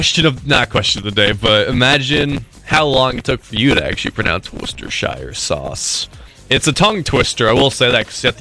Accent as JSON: {"language": "English", "region": "New England", "country": "United States", "said": "we're from New England"}